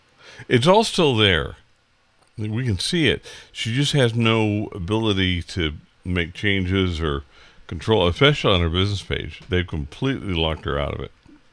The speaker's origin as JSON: {"language": "English", "region": "California", "country": "United States", "tie": "born or raised there", "said": "where I grew up in the Monterey Bay Area"}